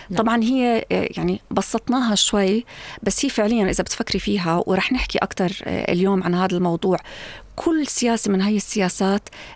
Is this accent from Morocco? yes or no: no; Jordan; إحنا كأردن